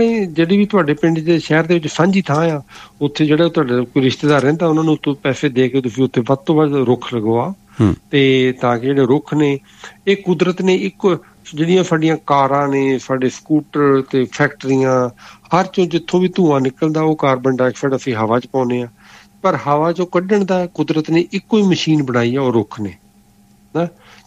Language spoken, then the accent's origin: Punjabi; Jalandhar, Punjab, India; ਤੇ ਮੇਰਾ ਪਿੰਡ ਜਲੰਧਰ ਲੱਗਿਆ ਸੀ, ਉੱਥੇ ਜਲੰਧਰ ਵਗੈਰਾ ਦੇ ਲਵਾ ਰਹੇ